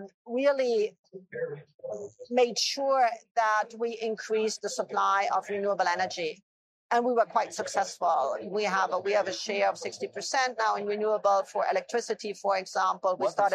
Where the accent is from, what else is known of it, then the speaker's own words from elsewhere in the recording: Germany; I'm from Germany